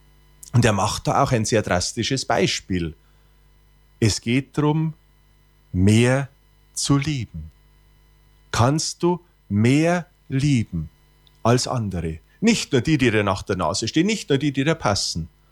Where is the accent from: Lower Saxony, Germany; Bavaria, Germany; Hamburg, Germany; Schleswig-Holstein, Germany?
Bavaria, Germany; now in Feichten an der Alz, Germany; Als Bub am Dorf wurde mir diese Frage immer wieder gestellt. Und in Niederbayern daheim